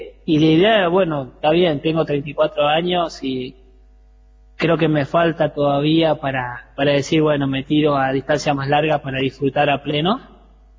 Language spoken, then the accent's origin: Spanish; Mina Clavero, Córdoba, Argentina